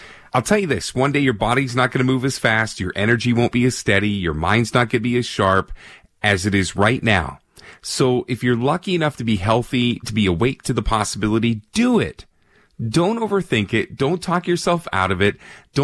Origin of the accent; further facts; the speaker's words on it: Toronto, Ontario, Canada; now in British Columbia, Canada; Yeah, I grew up in Toronto as well, and I came out here in '94 to chase my baseball dreams and just never went home.